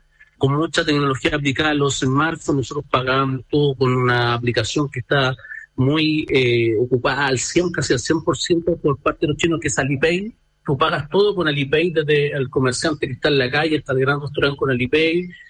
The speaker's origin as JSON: {"language": "Spanish", "country": "Chile", "said": "en ese caso éramos nosotros los chilenos que andábamos ahí dando vueltas."}